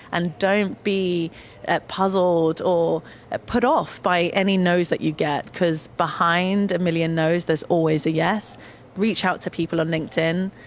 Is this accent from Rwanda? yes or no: no; Zimbabwe; born there; I was born in Zimbabwe, and my dad had an engineering workshop alongside my grandfather.